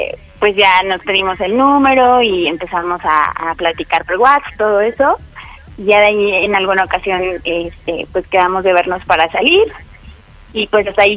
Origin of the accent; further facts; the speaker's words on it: Mexico City, Mexico; Tengo 26 años, soy uh-huh. de aquí, de la Ciudad de México, de Iztapalapa.